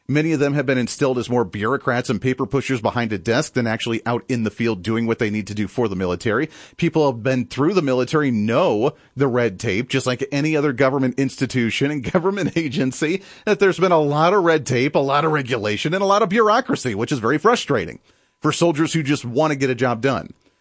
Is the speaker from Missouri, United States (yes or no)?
no; Kansas, United States; I want to bring it to Kansas, where my home state is, as a vice chair for the Kansas Republican Party